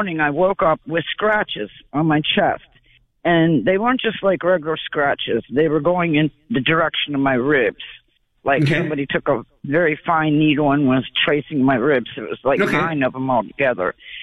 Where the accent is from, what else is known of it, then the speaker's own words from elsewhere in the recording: Essex, Maryland, United States; I grew up in Essex.